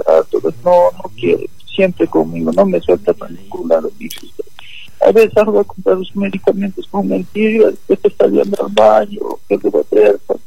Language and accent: Spanish; Cusco, Peru; yo soy de Cusco, de la provincia de Canchis.